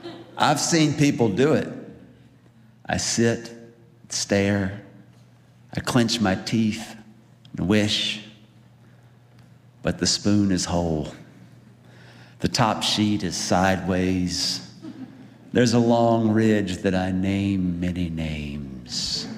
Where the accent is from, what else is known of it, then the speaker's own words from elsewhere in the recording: Chapel Hill, North Carolina, United States; I am from Chapel Hill, North Carolina, which thinks a lot of itself.